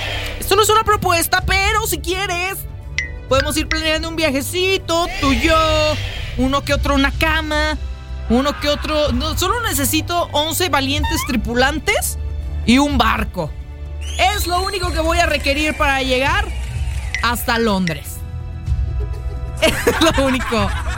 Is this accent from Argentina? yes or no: no; Mexico; Pero si vamos nosotros como mexicanos y reclamamos territorio...